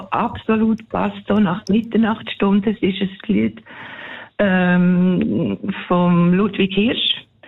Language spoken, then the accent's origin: German; Bern, Switzerland; Ich bin Bernerin.